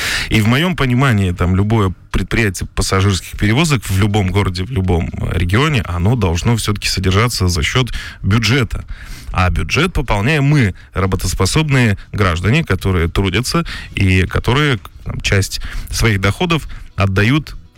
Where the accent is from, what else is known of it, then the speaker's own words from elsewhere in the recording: Bishkek, Kyrgyzstan; now in Russia; Я родился в Киргизии, в городе Бишкек.